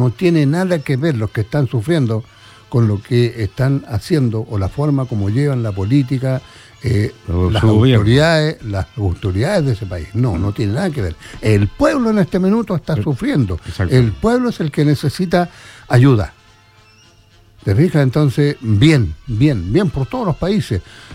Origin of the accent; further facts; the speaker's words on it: Chile; yo como chileno